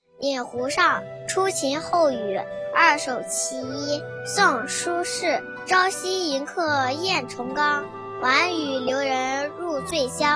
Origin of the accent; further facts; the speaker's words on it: Heze, Shandong, China; ，今年七岁，我来自山东菏泽。